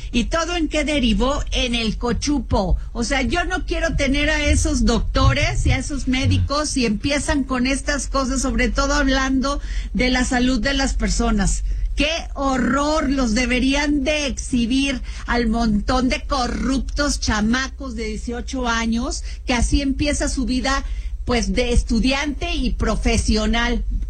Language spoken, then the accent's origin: Spanish; Vega de la Torre, Veracruz, Mexico; now in State of Mexico, Mexico; allá en mi pueblo este día se celebran las fiestas de Santana, una gran fiesta del municipio de Vega de la Torre en Veracruz.